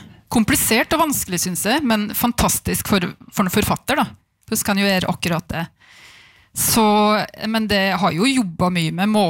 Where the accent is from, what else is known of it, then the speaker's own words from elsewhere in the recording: Vinstra, Innlandet, Norway; så begynte å prate med folk i Dalen, da, Kvam-området og Vinstra der jeg er fra.